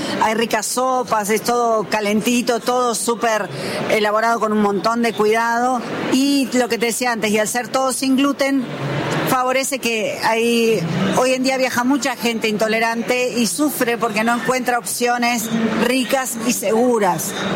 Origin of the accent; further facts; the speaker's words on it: El Calafate, Santa Cruz, Argentina; nosotros nos criamos en La Leona, que es un bar de campo que está entre Calafate y Chaltén.